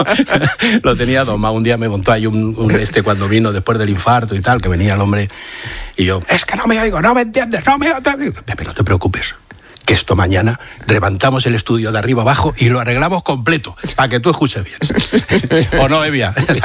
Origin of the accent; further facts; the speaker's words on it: Madrid, Community of Madrid, Spain; Yo soy de Madrid.